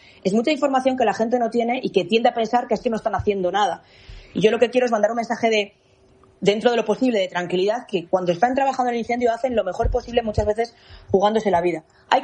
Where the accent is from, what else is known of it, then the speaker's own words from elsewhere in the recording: Oseja de Sajambre, Castile and León, Spain; mi tierra, en Picos de Europa, en Oseja de Sajambre.